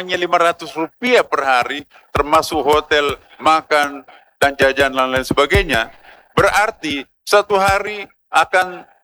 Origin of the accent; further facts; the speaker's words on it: Eastern Indonesia, Indonesia; Ya bukan karena saya berasal dari Indonesia Timur